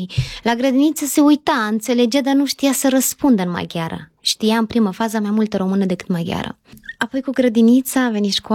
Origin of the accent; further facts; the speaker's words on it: Romania; moved away as an adult; now in Hungary; eu sunt româncă 100%